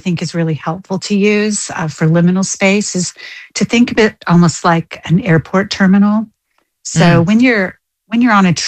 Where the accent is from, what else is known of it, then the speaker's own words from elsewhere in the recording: Australia; And don't worry, I am Australian. I'm a dual citizen.